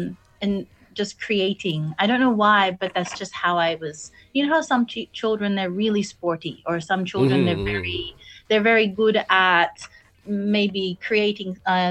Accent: Brisbane, Queensland, Australia; born there; I'm from Brisbane po, originally. Born in Brisbane.

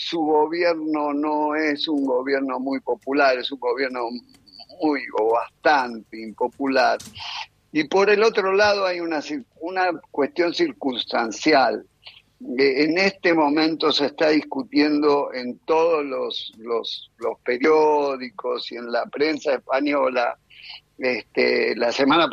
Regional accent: Argentina; nuestra Liga Nacional Argentina

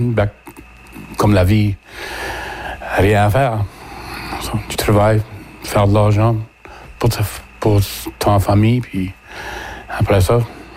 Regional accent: Acadia, Canada; je suis acadien

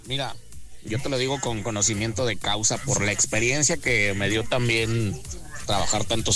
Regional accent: Aguascalientes, Mexico; y te lo digo yo que soy de Aguascalientes.

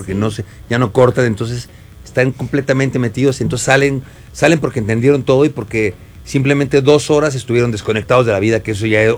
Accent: Querétaro, Mexico; yo soy de Querétaro

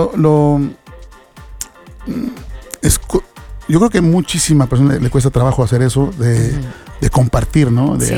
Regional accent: Mexico; Realmente somos mexicanos y lo tenemos en el ADN, la fiesta.

